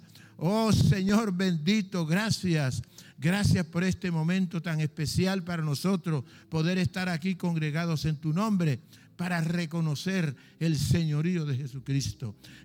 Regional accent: Colombia

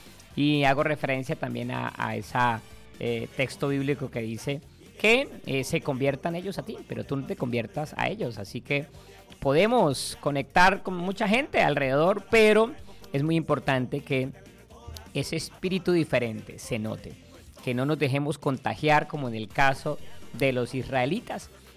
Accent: Colombia

